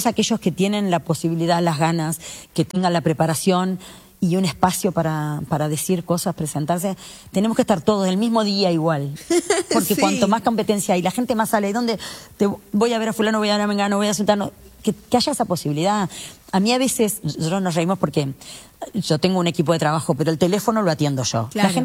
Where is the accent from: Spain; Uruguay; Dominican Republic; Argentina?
Uruguay; Y también hay una cultura de cómo somos nosotros los uruguayos. Somos más recatados, más miedosos tal vez. No sé si es miedoso, pero más conservadores, un montón de cosas.